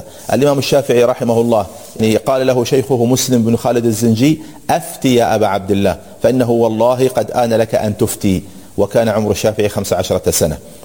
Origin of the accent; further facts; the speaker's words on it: Saudi Arabia; عندنا في السعودية